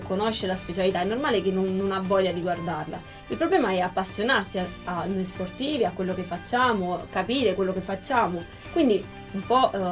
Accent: Mottola, Apulia, Italy; Mottola, provincia di Taranto.

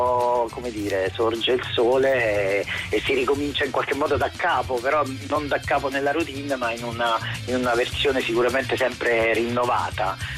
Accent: Caserta, Campania, Italy; Io che sono di Caserta ma che comunque in napoletano non avevo di fatto mai scritto

